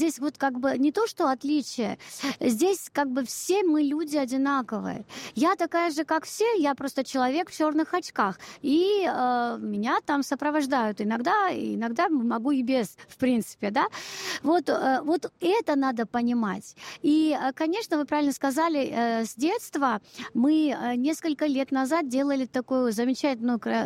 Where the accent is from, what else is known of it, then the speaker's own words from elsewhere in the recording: Abkhazia, Georgia; moved away; я как бы родилась в Грузии, в Абхазии